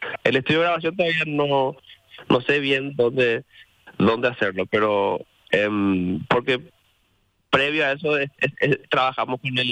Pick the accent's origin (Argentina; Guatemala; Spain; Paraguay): Paraguay; es parte de nuestra esencia como paraguayo.